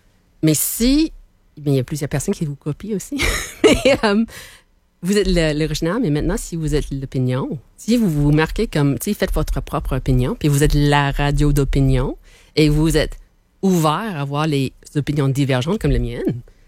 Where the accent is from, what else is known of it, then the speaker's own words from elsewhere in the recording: Hamilton, Ontario, Canada; on suit un peu le modèle de LNH, mais ma ville natale a été choisie.